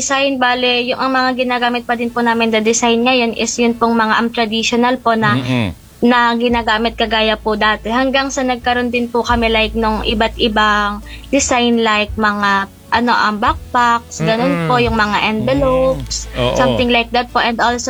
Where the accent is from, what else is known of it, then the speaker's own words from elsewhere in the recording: Cavinti, Calabarzon, Philippines; yun po yung tinatawag namin dito sa amin sa Cavinte po na pandan, pandanan.